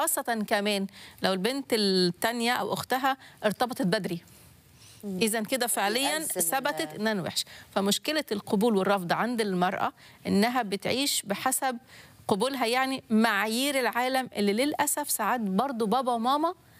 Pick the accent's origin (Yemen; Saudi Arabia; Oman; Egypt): Egypt; اللي عندنا في مصر،